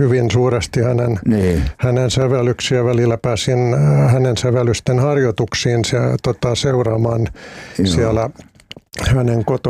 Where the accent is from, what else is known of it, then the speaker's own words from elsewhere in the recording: Helsinki, Uusimaa, Finland; born there; no itse synnyin vuonna 1956 Helsingissä